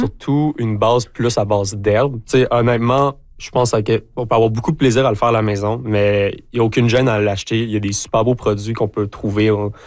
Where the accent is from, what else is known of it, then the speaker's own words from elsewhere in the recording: Gatineau, Quebec, Canada; Moi, à la base, je suis de Gatineau